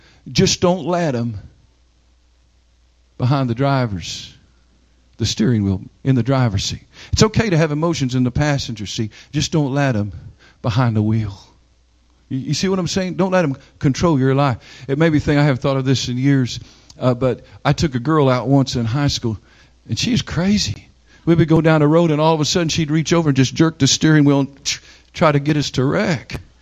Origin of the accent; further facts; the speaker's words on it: Oklahoma, United States; I'm from Oklahoma, and I have the blood in me